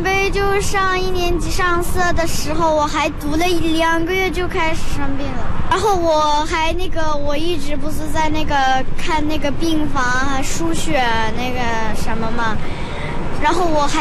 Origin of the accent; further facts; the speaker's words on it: Xinjiang, China; 新疆本地，我们新疆老家的那边村里边也看了，喀什也看了，乌鲁木齐也看了